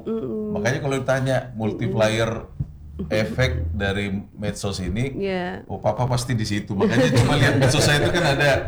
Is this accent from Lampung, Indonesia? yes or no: no; Bengkulu, Indonesia; saya dari kecil di Kota Bengkulu, saya ikut sama orang tua saya yang tentara